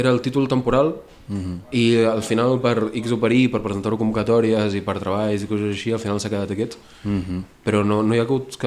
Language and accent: Catalan; L'Arboç, Catalonia, Spain; jo no soc de Tarragona, ja dic Tarragona per tal, però soc un poble petitó de 5.000 habitants de l'Arboç